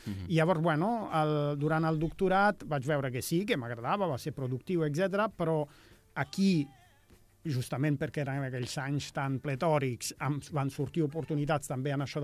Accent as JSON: {"language": "Catalan", "town": "Rome", "region": "Lazio", "country": "Italy", "tie": "born or raised there", "moved": "as an adult", "lives_now": "Barcelona, Spain"}